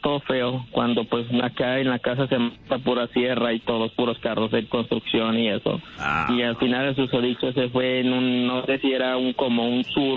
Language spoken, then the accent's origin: Spanish; Nuevo León, Mexico; Sí, yo soy de Nuevo León.